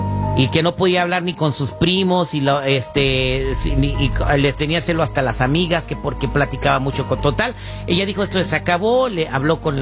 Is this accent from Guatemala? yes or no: no; Morelia, Michoacán, Mexico; also born or lived in Pittsburg, California; now in United States; la ciudad que me vio crecer, Morelia, Michoacán.